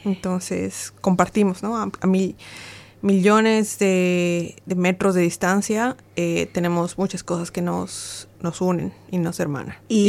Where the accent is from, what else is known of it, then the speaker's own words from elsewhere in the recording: Bolivia; Y yo soy de Bolivia.